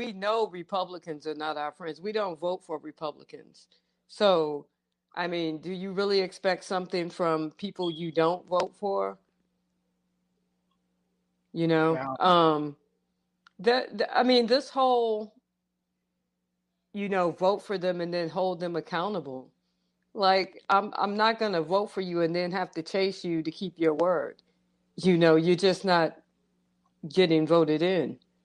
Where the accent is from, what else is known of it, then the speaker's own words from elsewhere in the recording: St. Louis, Missouri, United States; I mean, it's in St. Louis County, but this is all St. Louis.